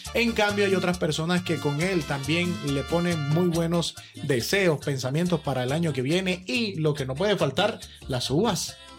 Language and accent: Spanish; Coveñas, Sucre, Colombia; de donde yo soy, en Coveñas, Sucre, no, nosotros decimos faltan 5 para las 12.